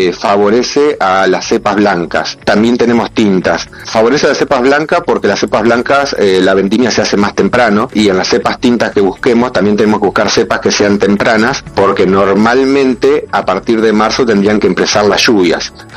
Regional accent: Germany; En el caso mío particular, he plantado Riesling como buen alemán porfiado.

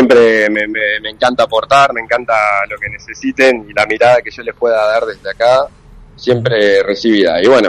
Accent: Argentina; now in Spain; le están preguntando esto a un argentino

